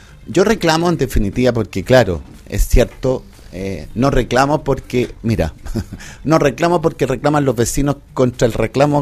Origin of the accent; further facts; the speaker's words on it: Chile; como buenos chilenos que somos